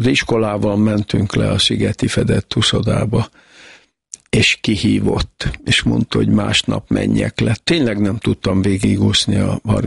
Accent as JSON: {"language": "Hungarian", "town": "Alpár", "region": "Bács-Kiskun", "country": "Hungary", "tie": "born or raised there", "said": "én 46-ban születtem. És hát ott alpáron nagyon sokáig voltam a nagyszüleimnél, viszont tény, hogy a Tisza holtágába tettem meg az első tempókat."}